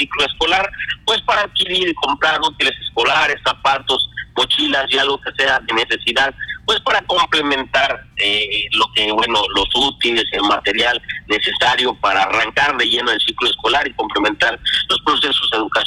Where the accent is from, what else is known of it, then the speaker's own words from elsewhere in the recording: Mexico; como buenos mexicanos dejamos todo a lo último.